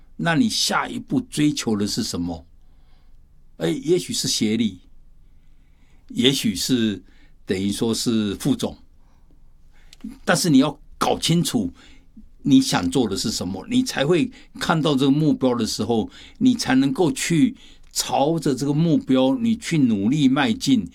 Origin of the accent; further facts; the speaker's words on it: China; 我们中国人